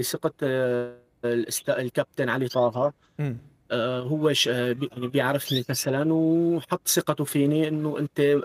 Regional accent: Latakia, Latakia Governorate, Syria; من مدينة اللاذقية، ولدت وخلقت في مدينة اللاذقية بمنطقة العوينة. أصلي الحفة قرية تفيل.

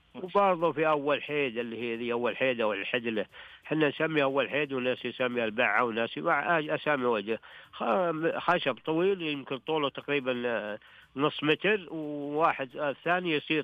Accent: Al-Qassim, Saudi Arabia; عندنا في القصيم

